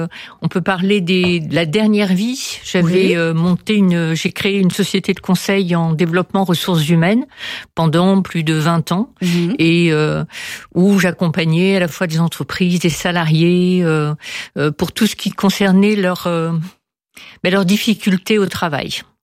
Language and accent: French; Algeria; also born or lived in Morocco; Algérie, mais je suis née un petit peu par hasard au Maroc. Mais ensuite, à partir de l'âge de 10 mois, j'ai passé toute mon enfance en Algérie.